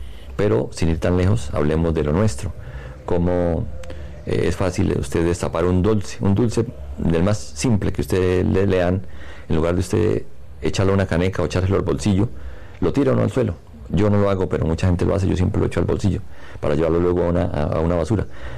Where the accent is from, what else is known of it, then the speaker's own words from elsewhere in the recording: Colombia; allí en Iscalá Centro, de donde soy